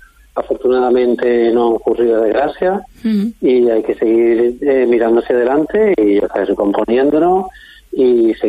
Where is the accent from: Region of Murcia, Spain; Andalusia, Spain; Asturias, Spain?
Andalusia, Spain; Cuevas Bajas; mi pueblo siempre se ha caracterizado por la amabilidad de sus vecinos, por los buenos acogedores que somos